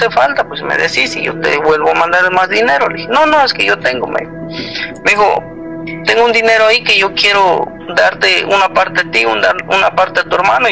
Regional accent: Guatemala; now in United States; Sí, yo soy de Guatemala, ella allá en el pueblo.

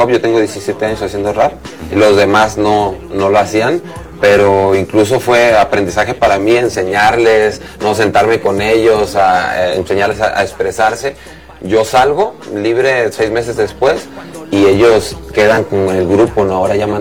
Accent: Tepic, Nayarit, Mexico; Soy de Tepic, Nayarit, orgullosamente.

